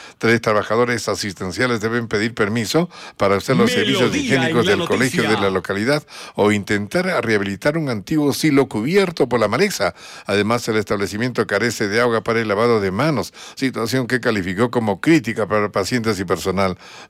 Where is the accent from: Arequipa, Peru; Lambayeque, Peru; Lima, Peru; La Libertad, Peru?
Arequipa, Peru; nuestra región. Hablo de Arequipa, porque esto está aquí en Arequipa